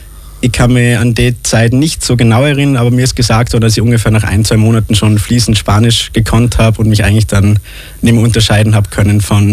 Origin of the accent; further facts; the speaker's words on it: Salzburg, Austria; also born or lived in Granada, Spain; Ich bin aufgewachsen im schönen Salzburg, am Wolfgangsee bin ich groß geworden.